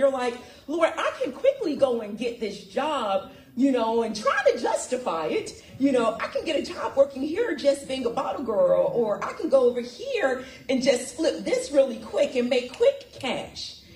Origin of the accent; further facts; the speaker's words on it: Florida, United States; growing up in South Florida